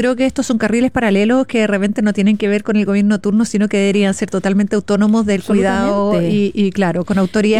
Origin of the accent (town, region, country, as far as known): Chile